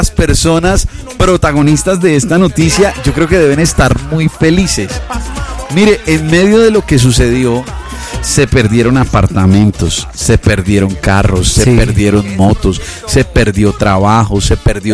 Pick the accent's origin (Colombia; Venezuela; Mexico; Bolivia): Colombia; como pueblo colombiano nos podemos levantar